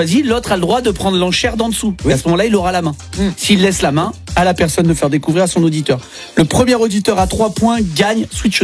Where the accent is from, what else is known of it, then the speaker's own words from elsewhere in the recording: Briançon, Provence-Alpes-Côte d'Azur, France; Briançon, c'est de chez moi, c'est dans les Hautes-Alpes.